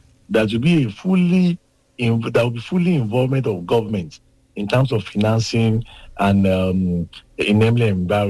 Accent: Lagos, Nigeria; So yes. As I speak with you, I'm speaking from Agege local government.

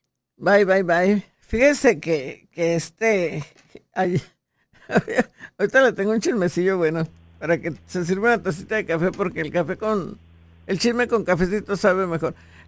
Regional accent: Mexico; como yo soy puro mexicano

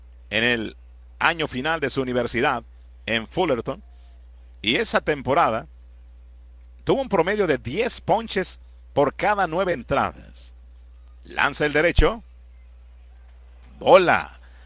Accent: Tijuana, Baja California, Mexico; Los que somos de Tijuana por muchos años, hacer una escala en San Juan Capistrano a desayunar antes de ir a Disneylandia.

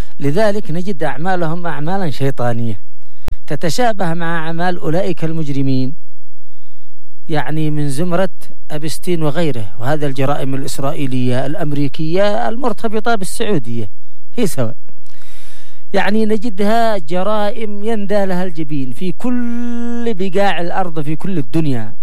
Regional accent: Yemen; أن شعبنا اليمني العزيز

